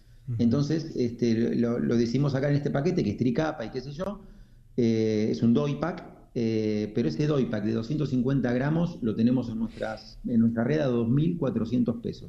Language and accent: Spanish; Argentina; de la yerba mate, que es nuestra cultura, es nuestro ADN como argentinos